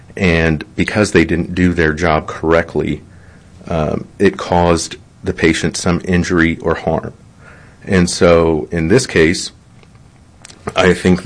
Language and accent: English; San Antonio, Texas, United States; I'm a lawyer in San Antonio. I grew up in San Antonio. I have a law practice downtown San Antonio with my dad and my 5 brothers